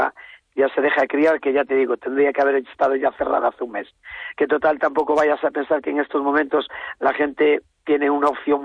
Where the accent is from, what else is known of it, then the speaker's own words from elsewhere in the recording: Galicia, Spain; somos gallegos.